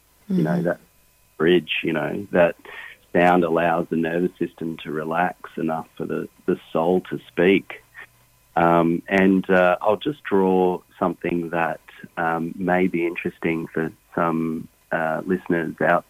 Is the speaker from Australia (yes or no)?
yes; Australia; And I guess you can draw from being an Australian and, you know, the Aboriginal song lines to the Tibetan bowls.